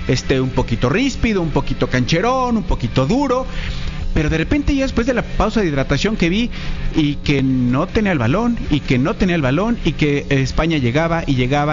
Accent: Mexico; para como mexicano, después de Haaland, creo que Bellingham fue el jugador que se ganó el corazón de hombres y mujeres en este país.

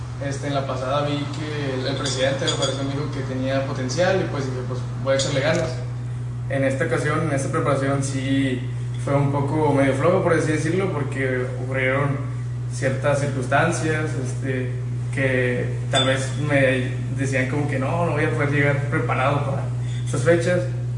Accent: Palau, Coahuila, Mexico; also born or lived in Piedras Negras, Coahuila, Mexico; Nací en Piedras Negras, pero crecí aquí en Palau.

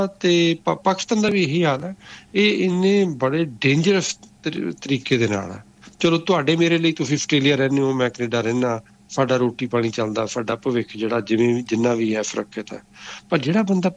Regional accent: Jalandhar, Punjab, India; ਤੇ ਮੇਰਾ ਪਿੰਡ ਜਲੰਧਰ ਦੇ ਲੱਗਿਆ, ਅਸੀਂ ਉੱਥੇ ਜਲੰਧਰ ਵਗੈਰਾ ਦੇ ਲਵਾ ਰਹੇ ਹਾਂ

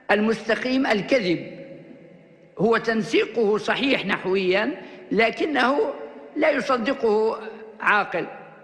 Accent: Libya; عندنا في ليبيا هنا

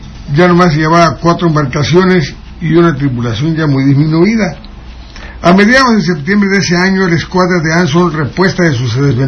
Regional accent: Zihuatanejo, Guerrero, Mexico; cuando éramos niños aquí en Zihuatanejo

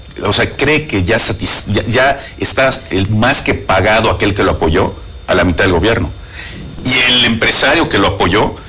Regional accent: Mexico; No, todos somos mexicanos, todos debemos jalar parejos

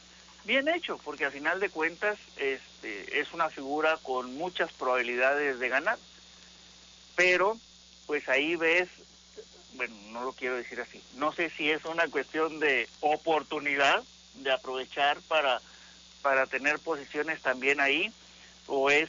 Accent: Tamaulipas, Mexico; Nosotros como mexicanos, aquí en lo cortito como tamaulipecos

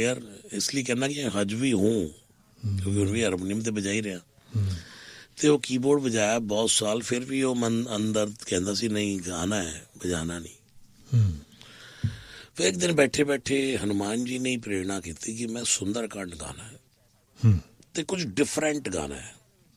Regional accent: Delhi, India; born there; ਇਹ ਦਿੱਲੀ ਦੀ ਗੱਲ ਹੋ ਰਹੀ ਹੈ। ਦੋ ਮੰਦਰ ਬਣਵਾਏ ਜਿੱਥੇ ਮੇਰਾ ਜਨਮ ਹੋਇਆ ਸੀ

